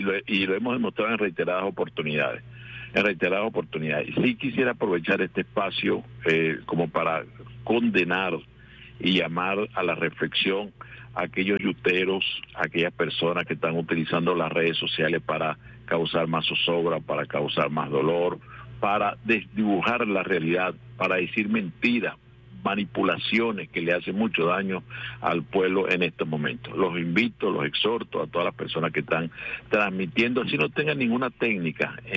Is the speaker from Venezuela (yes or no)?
yes; Venezuela; yo quiero reivindicar como venezolano, como padre de familia, como miliciano